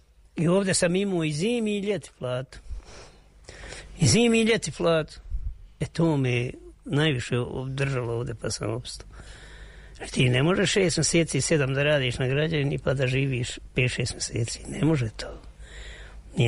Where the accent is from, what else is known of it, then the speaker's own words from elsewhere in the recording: Konjic, Federation of Bosnia and Herzegovina, Bosnia & Herzegovina; now in Višegrad, Bosnia and Herzegovina; 20.000 je nas izbjeglica došlo u Višegrad, 95. 20.000. U tih 20.000 sad nema 5.000 stanovnika. Ja sam došao iz Konjica, iz Hercegovine.